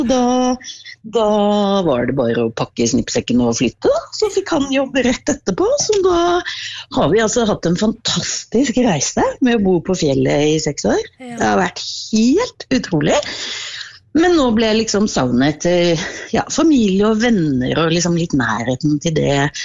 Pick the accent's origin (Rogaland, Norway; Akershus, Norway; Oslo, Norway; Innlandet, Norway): Oslo, Norway; moved away as an adult; also born or lived in Hallingdal; now in Sandefjord, Norway; vi er fra Oslo